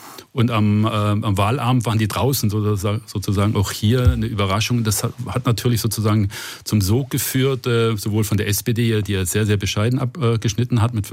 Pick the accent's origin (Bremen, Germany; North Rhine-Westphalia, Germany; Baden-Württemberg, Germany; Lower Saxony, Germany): Baden-Württemberg, Germany; Stuttgart; War natürlich harte Zeiten im VfB-Land sozusagen, wo ich aufgewachsen bin als Werder-Fan.